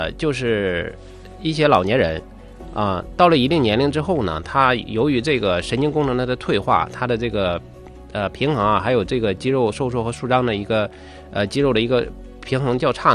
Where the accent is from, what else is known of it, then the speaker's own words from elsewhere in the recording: Northeast China, China; 尤其是咱们东北这边外室外的这个气温也确实是过于寒冷